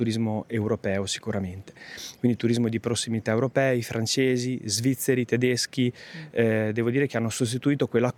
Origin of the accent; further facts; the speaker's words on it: Lerici, Liguria, Italy; No, ci sentiamo liguri, sì. Ci sentiamo liguri, non siamo toscani, anche se siamo molto vicini, e ci sentiamo lericini